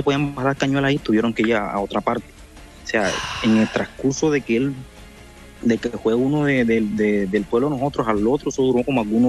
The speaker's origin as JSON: {"language": "Spanish", "town": "Puerto Escondido", "region": "Oaxaca", "country": "Mexico", "lives_now": "Argentina", "said": "soy de Puerto Escondido, pero en este momento estoy acá en Argentina."}